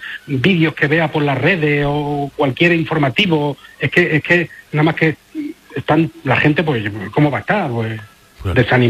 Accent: Melilla, Spain; Yo a mi hijo no lo dejaría, yo soy de Melilla, ¿eh?

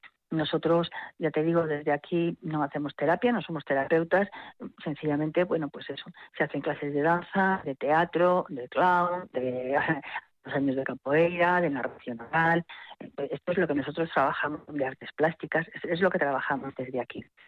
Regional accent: Madrid, Community of Madrid, Spain; moved away; yo era bailarina ahí en Madrid, porque soy de Madrid

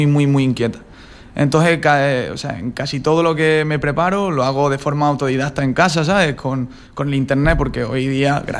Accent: Mérida, Extremadura, Spain; moved away as an adult; now in Lanzarote, Spain; Yo vengo de Extremadura, en Mérida, uh-huh. Pecho lata, romano.

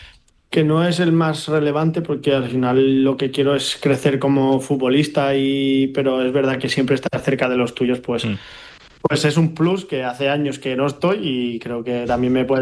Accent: Barcelona, Catalonia, Spain; Sí, yo soy más de Barcelona.

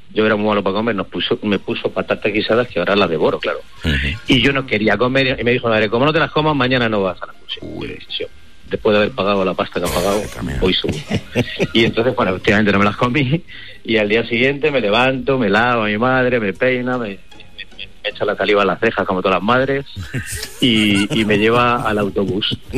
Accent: Leganés, Community of Madrid, Spain

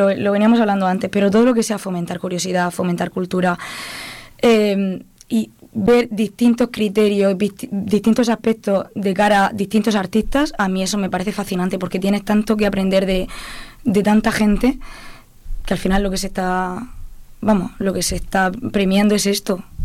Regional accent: Region of Murcia, Spain; now in Madrid, Spain; el hecho de estar en dos casas, yo prácticamente soy prácticamente más madrileña ahora mismo que murciano

